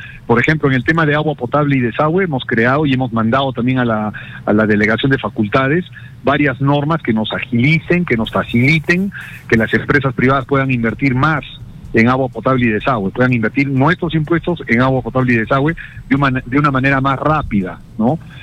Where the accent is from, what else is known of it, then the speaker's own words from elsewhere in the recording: Peru; nosotros como peruanos